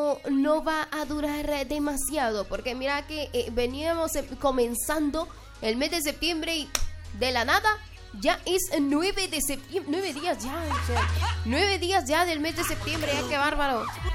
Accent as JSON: {"language": "Spanish", "country": "Honduras", "said": "la alegría de poder celebrar que somos hondureños"}